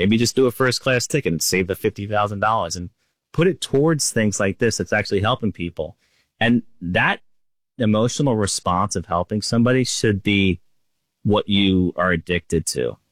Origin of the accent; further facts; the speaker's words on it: Northeast, United States; even people from where I grew up in the Northeast, if you ever gave like police support, they were getting shunned.